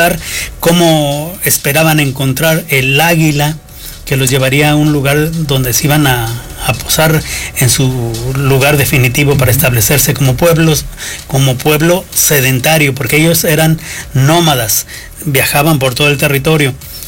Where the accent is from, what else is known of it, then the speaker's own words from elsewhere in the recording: San Luis Potosí, Mexico; moved away as an adult; now in Rioverde, Mexico; yo no nací aquí. Yo principalmente me crié en San Luis Potosí.